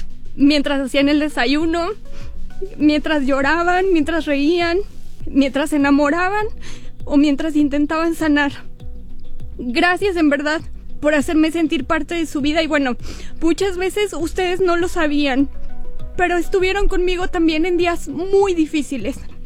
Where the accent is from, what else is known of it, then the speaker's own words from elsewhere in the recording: San Luis Potosí, Mexico; born there; en la frecuencia que escuchaba desde niña, desde mi pueblo, el 95.3 FM.